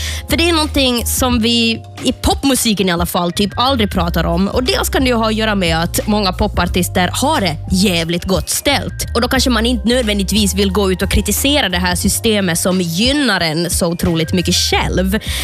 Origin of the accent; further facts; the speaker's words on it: Jakobstad, Ostrobothnia, Finland; born there; moved away; Och jag har också suttit och lagat demos hemma i Flickrymme i Jakobstad.